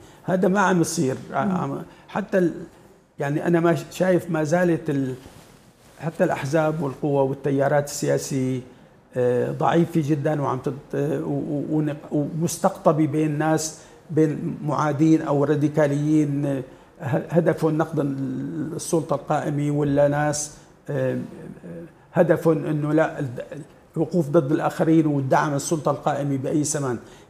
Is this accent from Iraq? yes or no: no; Syria; نحن ما لنا كسوريين بقصد، ما لنا عايشين بالفراغ